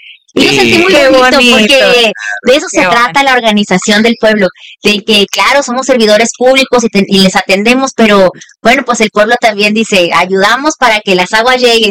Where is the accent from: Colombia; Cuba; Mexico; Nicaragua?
Mexico; Ciudad Juárez, Chihuahua; yo soy de Juárez